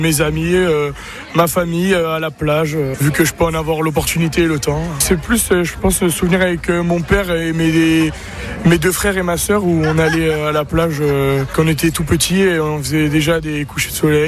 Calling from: Capbreton, Nouvelle-Aquitaine, France; j'ai 20 ans et j'habite à Cap-Breton.

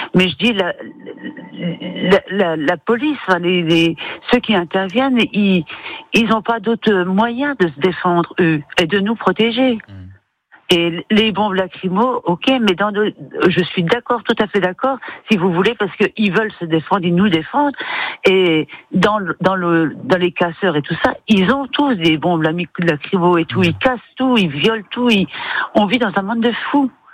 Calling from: Vittel, Grand Est, France; Je suis de Vittel, oui.

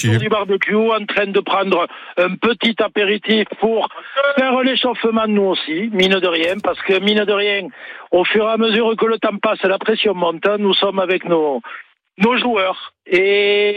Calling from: Villeneuve-de-la-Rivière, Occitanie, France; on est à Villeneuve-de-la-Rivière, sous le Canigou

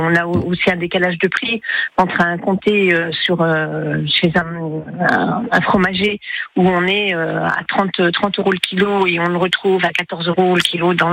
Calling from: Nantes, Pays de la Loire, France; Je suis nantaise

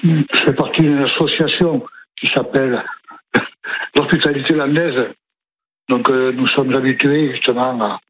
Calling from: Mimizan, Nouvelle-Aquitaine, France; À Mimizan.

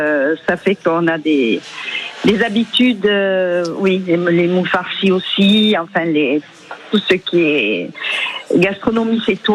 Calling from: Sète, Occitanie, France; 7, déjà, c'est ma ville

